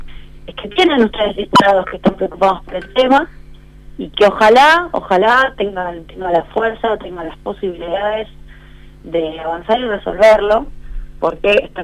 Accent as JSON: {"language": "Spanish", "town": "Rosario", "region": "Santa Fe", "country": "Argentina", "said": "te lo digo porque soy rosarina, así que imagínate, sí, claro, que sé perfectamente lo que es no ser porteño y mirarlo desde afuera."}